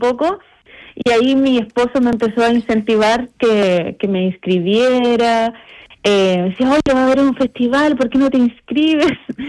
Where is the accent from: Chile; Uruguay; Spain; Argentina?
Chile; now in Melbourne, Australia; Yo soy chilena